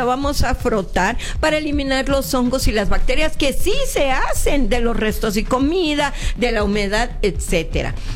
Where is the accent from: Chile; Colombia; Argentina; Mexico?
Mexico; Veracruz; Pues somos paisanos de Veracruz.